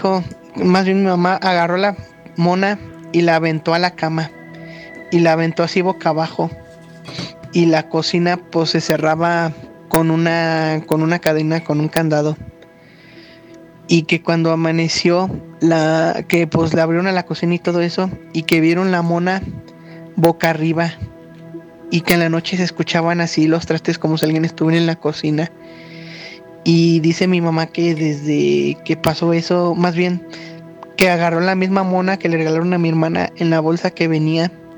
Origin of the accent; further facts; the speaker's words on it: San Francisco del Rincón, Guanajuato, Mexico; de San Francisco del Rincón, Guanajuato.